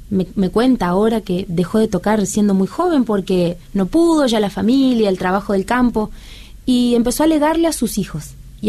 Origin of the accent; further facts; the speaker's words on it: Formosa, Argentina; now in Córdoba, Argentina; vivíamos en la provincia de Formosa, si bien yo nací en Formosa